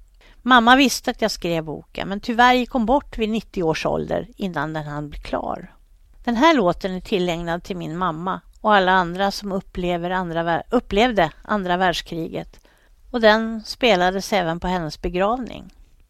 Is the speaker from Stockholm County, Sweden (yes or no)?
yes; Stockholm, Stockholm County, Sweden; Men miljöerna är jag förstås bekant med eftersom jag växte upp i Vällingby.